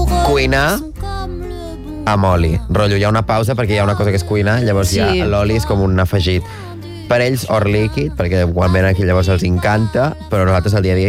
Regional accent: Catalonia, Spain; moved away; jo de la Costa Brava no he viscut mai una cosa tancada. Per mi les coses estan obertes les 24 hores del dia

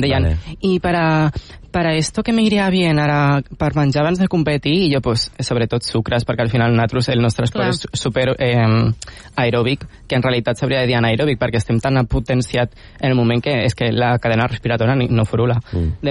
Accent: Calafell, Catalonia, Spain; jo estudiava al meu poble, jo estudiava a Calafell i ara havia de vindre aquí a Diagonal a estudiar a la Facultat de Biologia de la UB

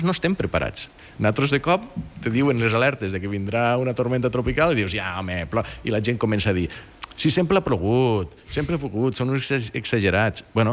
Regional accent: Catalonia, Spain; jo sóc de les Terres de l'Ebre i allí històricament hi ha hagut problemes i de barrancs

